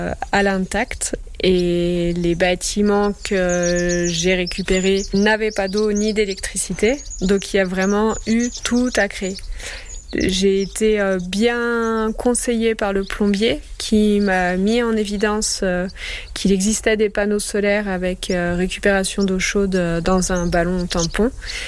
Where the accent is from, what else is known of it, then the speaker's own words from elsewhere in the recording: Auvergne-Rhône-Alpes, France; now in Vercors, France; Je suis originaire de Haute-Savoie